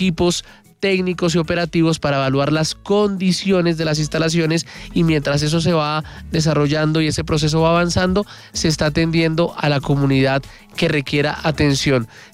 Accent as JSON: {"language": "Spanish", "country": "Colombia", "said": "todos somos colombianos"}